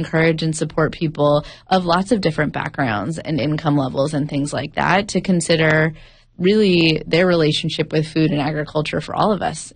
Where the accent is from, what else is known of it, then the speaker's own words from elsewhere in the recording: California, United States; I grew up in Slo County, so I got to actually show up at the fair. So did my mom.